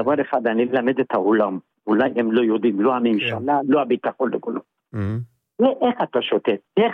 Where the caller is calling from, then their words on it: Tel Aviv, Tel Aviv District, Israel; מתל אביב, יד אליהו.